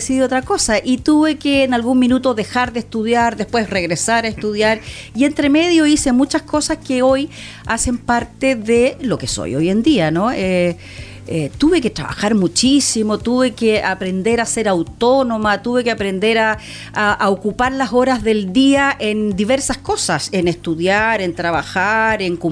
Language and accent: Spanish; Santiago, Santiago Metropolitan Region, Chile; moved away as an adult; now in Santa Cruz, Chile; nací en Santiago de Chile, viví siempre en un barrio bastante acomodado, pero no soy de una familia adinerada, pero sí tuve la suerte de vivir en un barrio adinerado